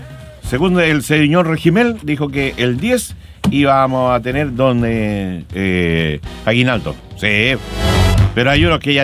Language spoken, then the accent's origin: Spanish; Talcahuano, Biobío, Chile; born there; Y yo nací en Talcahuano, por eso yo soy bueno para los piures, las machas.